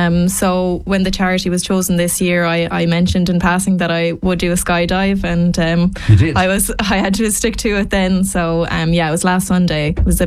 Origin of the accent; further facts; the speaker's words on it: Galway, Connacht, Ireland; I'm from Clanburn in Galway.